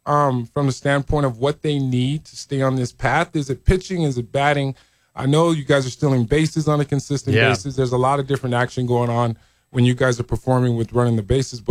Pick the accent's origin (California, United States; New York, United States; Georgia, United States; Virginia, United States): Georgia, United States; also born or lived in Germany / El Paso, Texas; now in Albuquerque, United States; people want to say I came from El Paso, but I came from Georgia.